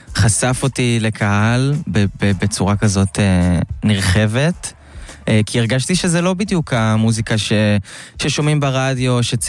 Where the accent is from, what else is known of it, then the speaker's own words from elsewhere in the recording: Ness Ziona, Central District, Israel; moved away as an adult; now in Tel Aviv, Israel; גדלתי בנס ציונה.